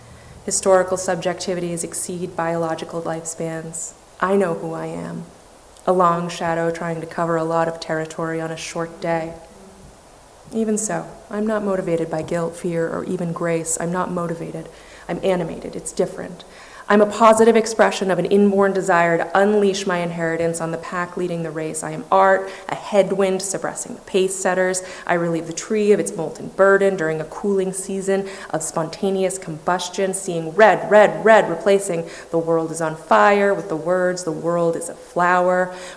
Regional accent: New England, United States; I'm not even a descendant of the Puritans, though I grew up in New England

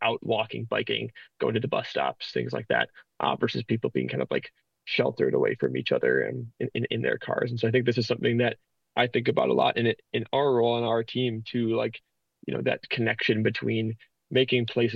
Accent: Greendale, Wisconsin, United States; So I'm from Greendale, so suburban, South Milwaukee County. Grew up there.

